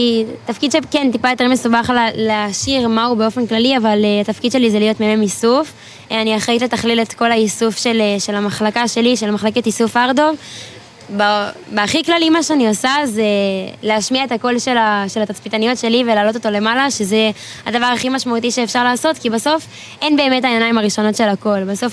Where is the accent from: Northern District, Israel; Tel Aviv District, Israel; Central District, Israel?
Northern District, Israel; Eilon; אני מהגליל המערבי